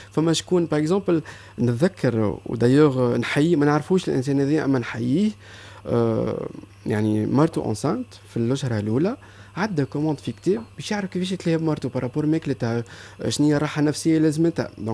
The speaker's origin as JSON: {"language": "Arabic", "country": "Tunisia", "said": "انا كتونسي"}